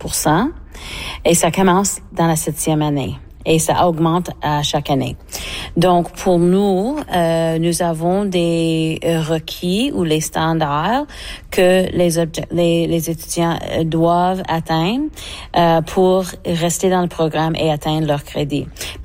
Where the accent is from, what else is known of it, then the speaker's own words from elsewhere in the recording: Manitoba, Canada; c'est parce que moi, je suis métisse de la Rivière-Rouge.